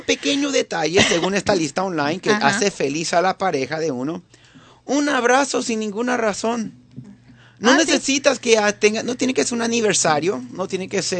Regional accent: Venezuela; A mí me dolió como venezolano cuando pasó en Venezuela.

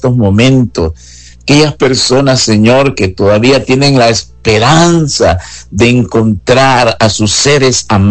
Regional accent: Venezuela; Todos somos venezolanos para ayudar y para reedificar.

